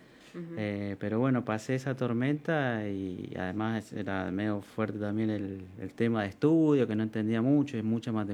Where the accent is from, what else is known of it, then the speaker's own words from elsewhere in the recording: Mendoza, Argentina; moved away as an adult; Yo soy oriundo de Mendoza.